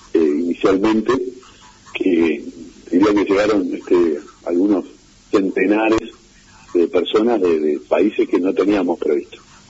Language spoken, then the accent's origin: Spanish; Uruguay